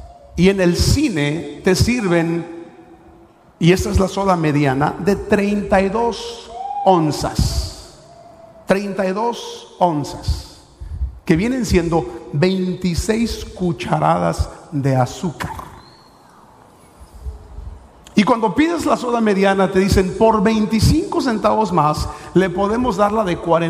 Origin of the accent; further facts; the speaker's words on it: Sonora, Mexico; Y yo soy de Sonora y los burritos de Sonora pues son chiquitos, así de este tamaño, ¿verdad?